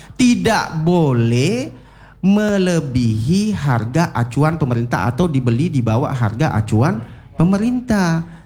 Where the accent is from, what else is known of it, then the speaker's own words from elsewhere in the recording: South Sulawesi, Indonesia; Soalnya saya orang Bugis, enggak ngerti ini bahasanya ini kan.